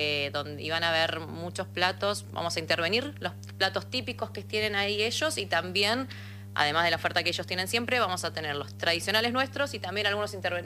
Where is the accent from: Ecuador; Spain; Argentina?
Argentina; born there; Yo directamente, argentina. Yo soy argentina, 100%.